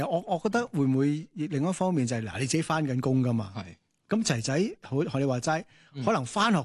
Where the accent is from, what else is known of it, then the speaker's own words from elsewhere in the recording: Hong Kong; 你知道我哋香港人㗎啦，翻工哇嗱嗱臨啦